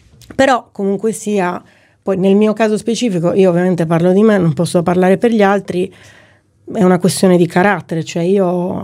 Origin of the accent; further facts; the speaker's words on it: Nuoro, Sardinia, Italy; moved away; adoro la Sardegna, mi piace moltissimo Cagliari, io sono di Nuoro, quindi adoro Nuoro